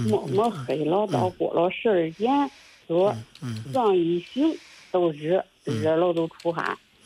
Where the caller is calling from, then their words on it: Liaocheng, Shandong, China; 我是山东聊城的。